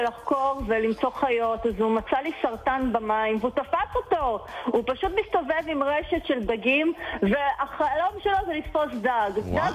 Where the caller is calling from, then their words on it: Haifa, Haifa District, Israel; אני חיפאית.